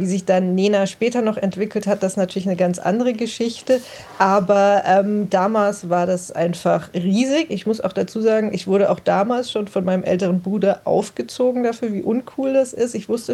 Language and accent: German; Eppelheim, Baden-Württemberg, Germany; moved away; also born or lived in Mannheim; Ich bin nicht direkt in Heidelberg aufgewachsen, sondern in einem kleinen Vorort mit dem etwas drolligen Namen Eppelheim.